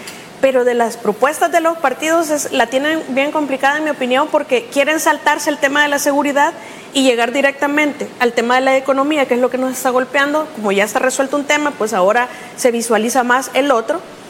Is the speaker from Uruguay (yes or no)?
no; El Salvador; lo que esperamos como salvadoreños es no retroceder.